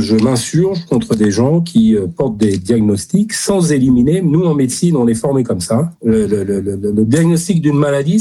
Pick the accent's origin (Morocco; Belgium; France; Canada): Morocco; Rabat, Rabat-Salé-Kénitra; Ouais, moi je suis de Rabat. Donc je vais régulièrement former les pédopsychiatres du Maroc.